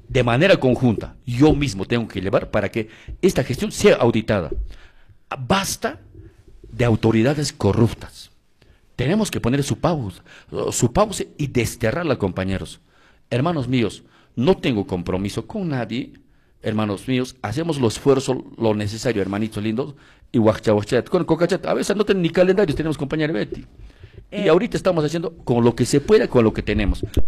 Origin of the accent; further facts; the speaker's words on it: Chumbivilcas, Cusco, Peru; mi pueblo de Chumbivilcas, Motuchayapi